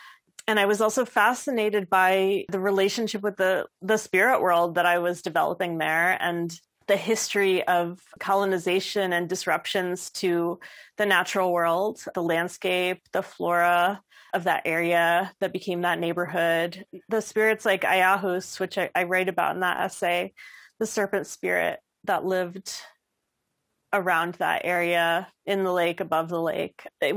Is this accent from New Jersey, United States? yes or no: yes; New Jersey, United States; moved away as an adult; also born or lived in Maryland; now in Seattle, United States; I think I had never lived outside the Mid-Atlantic. Born and raised in New Jersey, was living in Maryland.